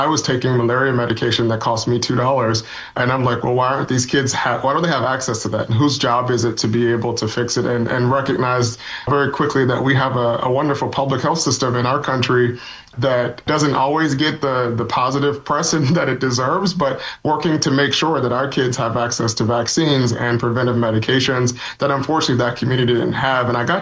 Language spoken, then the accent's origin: English; Richmond, Virginia, United States; Certainly being a young kid growing up in Richmond, Virginia, and just seeing firsthand in my own family and those that I went to school with, the differences in health outcomes